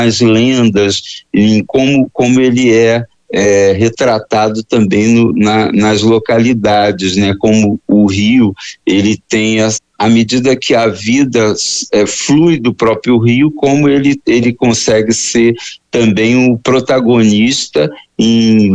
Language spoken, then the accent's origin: Portuguese; Rio de Janeiro, Brazil; Eu sou do Rio de Janeiro, e então, assim, eu tive na minha criação pouco contato com o Rio São Francisco